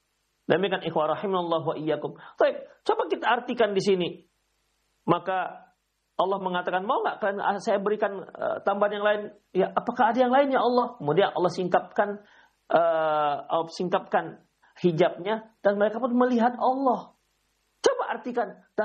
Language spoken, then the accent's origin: Indonesian; West Sumatra, Indonesia; mereka bahasa kalau bahasa kami orang Minang terperangah gitu